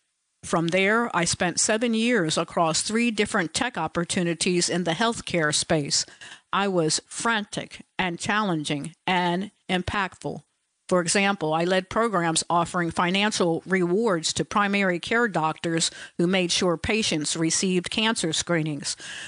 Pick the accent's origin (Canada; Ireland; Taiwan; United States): United States; Cleveland, Ohio; moved away as an adult; now in New York City, United States; I moved from my hometown of Cleveland to New York City and started a job at Planned Parenthood.